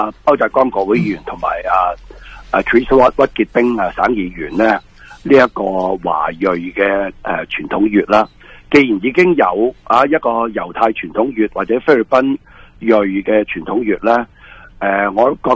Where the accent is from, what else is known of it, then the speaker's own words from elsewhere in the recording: Canada; 其实都系我哋加拿大人。